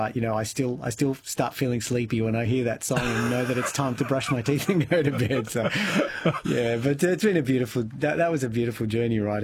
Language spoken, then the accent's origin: English; Melbourne, Victoria, Australia; so I did that in my hometown of Melbourne